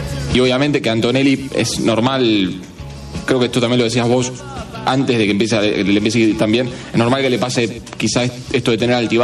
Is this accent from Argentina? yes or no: yes; Argentina; nos interesa a todos como argentinos